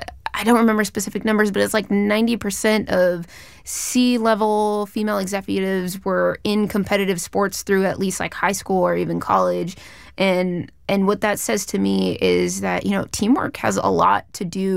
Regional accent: Orange County, California, United States; going to games growing up, like going to, well, Angels and Dodgers games because I'm from Orange County.

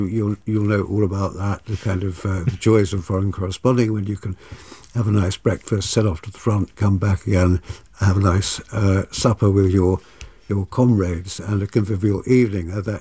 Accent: South East England, United Kingdom; So I was brought up in Kent. My father was in the RAF.

